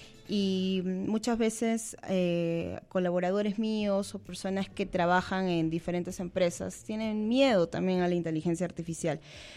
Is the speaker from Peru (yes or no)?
yes; Lima, Peru; la altura me coge bastante porque yo vengo de Lima, ¿no?